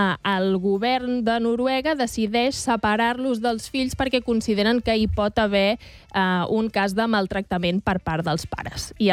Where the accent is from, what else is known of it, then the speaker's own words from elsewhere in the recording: Barcelona, Catalonia, Spain; els que vivim a Barcelona i som de Barcelona